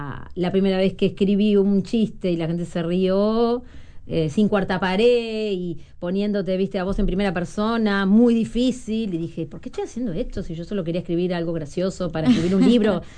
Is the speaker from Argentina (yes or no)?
no; Canelones, Uruguay; Yo soy de Canelones